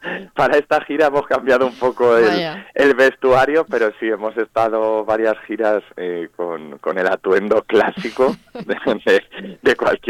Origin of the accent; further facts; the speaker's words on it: Albacete, Castilla-La Mancha, Spain; Yo soy de Albacete y justo estamos en plena feria de Albacete.